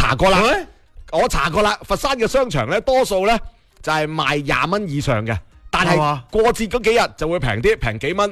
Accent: Panyu, Guangdong, China; 因为细佬我系番禺人啊嘛。

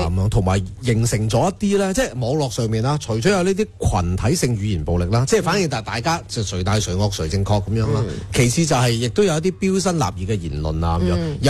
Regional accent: China; 我哋中国人系咁嘅吓。

